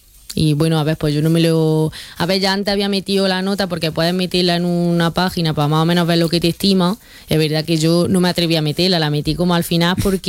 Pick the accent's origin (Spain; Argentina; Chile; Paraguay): Spain; Sabiote, Andalusia; moved away as an adult; yo llevo mucho tiempo fuera y la verdad es que a mí me gusta mucho mi pueblo, me gusta mucho estar cerca de mi gente y estar aquí en Sabiote.